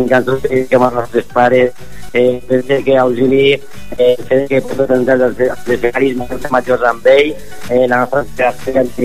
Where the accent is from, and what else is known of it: Valencian Community, Spain